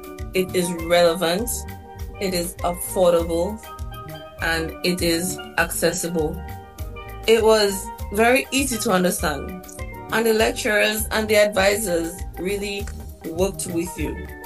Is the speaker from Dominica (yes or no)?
yes; Salisbury, Saint Joseph Parish, Dominica; I grew up in Salisbury.